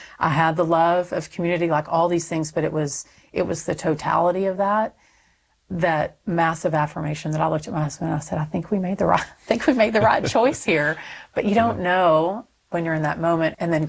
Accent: Texas, United States; So I'm Texan.

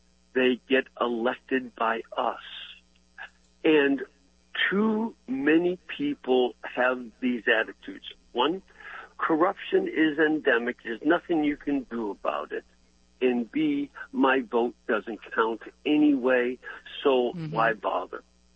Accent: Illinois, United States; I'm from Illinois.

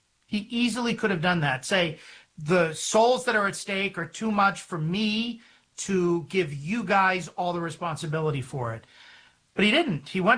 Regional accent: Massachusetts, United States; In my hometown, Alloa, Massachusetts, we had six different OMI parishes.

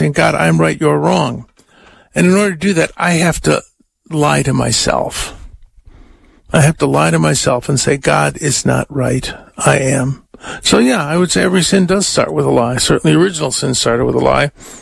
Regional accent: United States; I have a German background, and I'm an American

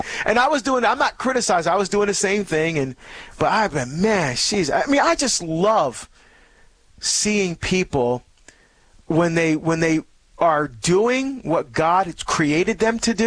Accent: New Jersey, United States; because I really want to get back to Jersey, to my home state

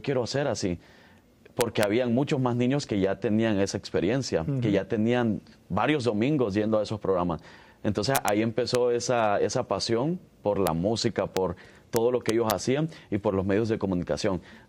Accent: Nueva Concepción, Chalatenango, El Salvador; born or raised there; now in Alabama, United States

